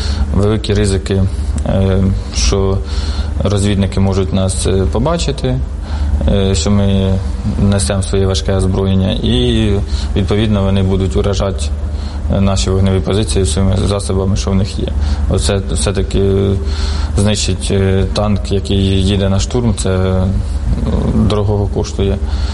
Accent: Sumy, Sumy Oblast, Ukraine; Із Сумщини, з Суми.

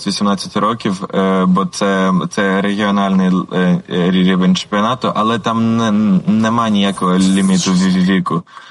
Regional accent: Kyiv, Ukraine; born there; Я народився в Києві

